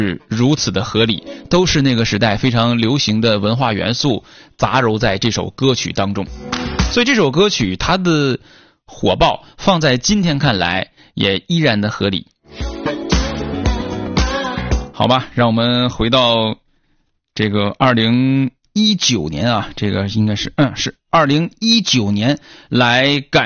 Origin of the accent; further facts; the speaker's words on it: Northeast China, China; 这个东北人除了我们会东北方言之外呢，有时候也能整两句粤语歌曲，但是呢说的不太标准。